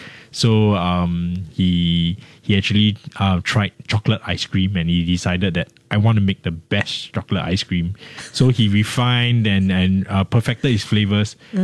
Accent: Singapore; sometimes I think in life we really put in a lot of effort because we are Singaporean, we work really hard

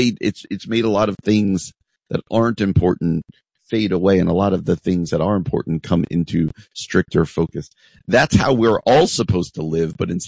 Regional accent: New York, United States; I'm from the East Coast, so sometimes I like to read the New York Post online and just see what's going on back in the New York area where I grew up

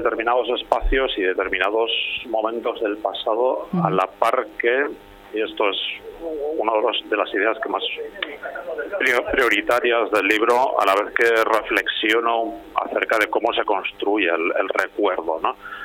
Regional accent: Ribadesella, Asturias, Spain; la casa donde yo nací y me crié en Ribadesella

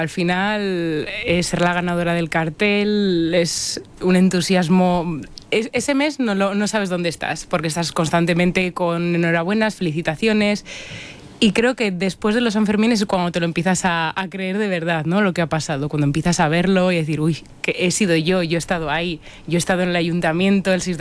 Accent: Pamplona, Navarre, Spain; Me refiero al ser pamplonica y ser vivir tanto las fiestas es algo más emotivo que laboral

